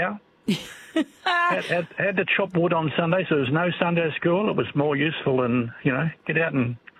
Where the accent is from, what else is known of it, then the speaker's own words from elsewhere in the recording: Australia; now in Carlton, Australia; I grew up in Alinda